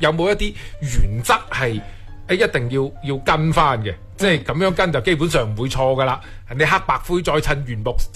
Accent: Guangdong, China; 我哋广东人

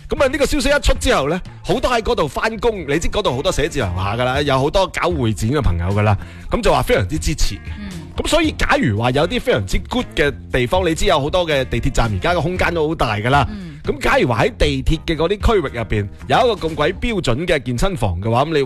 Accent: Guangdong, China; 对于我哋广东人嚟讲

